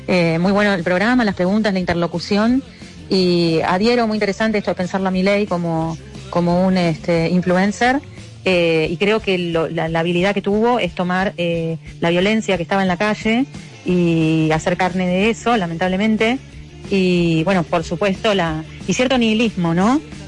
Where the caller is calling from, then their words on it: Palermo, Buenos Aires, Argentina; de Palermo.